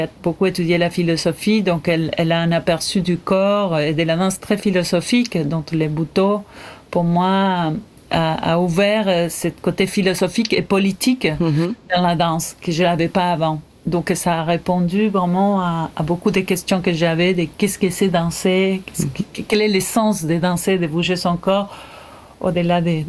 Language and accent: French; Entre Ríos, Argentina; also born or lived in Córdoba; je peux dire que je suis née à Cordoba. Après, j'ai grandi plus en Entre Ríos, justement du côté de l'Uruguay